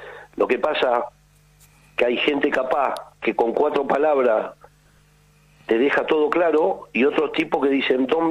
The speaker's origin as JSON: {"language": "Spanish", "country": "Argentina"}